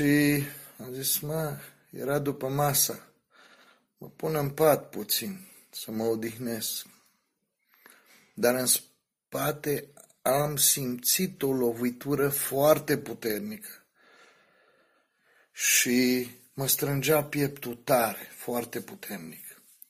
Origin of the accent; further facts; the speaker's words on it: Romania; now in Austria; am plecat din România. Eu acum lucrez în Austria. Am plecat din România și vreau să spun ce viață am avut.